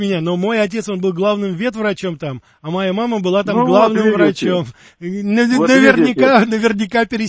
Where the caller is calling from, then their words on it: Krasnodar, Krasnodar Krai, Russia; Ну, всем привет, я передаю из Краснодара.